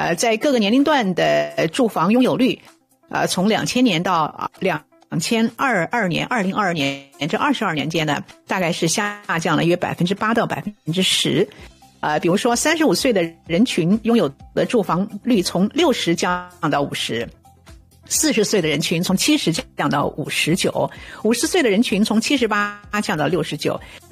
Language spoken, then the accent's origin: Chinese; Canada; 这个对我们加拿大人来讲呢，我们还是心生羡慕哈。